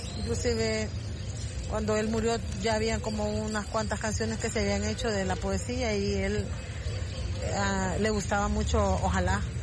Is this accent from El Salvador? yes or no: yes; El Salvador